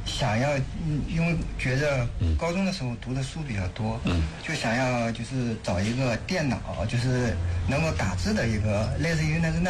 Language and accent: Chinese; Heze, Shandong, China; 当我以故乡菏泽曹县作为题材以后